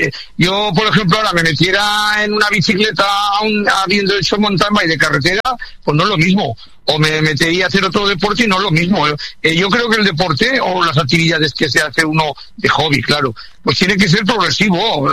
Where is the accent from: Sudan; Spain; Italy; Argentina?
Spain; Aragon; born there; now in Barbastro, Spain; me voy a un pueblo que tengo al lado, que tengo una casa ahí, desde donde nací yo, esa Zara, está a 15 kilómetros.